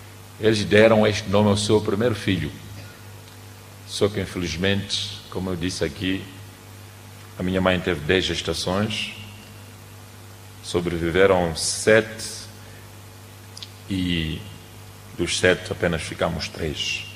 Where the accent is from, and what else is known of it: Inhaminga, Sofala, Mozambique; born there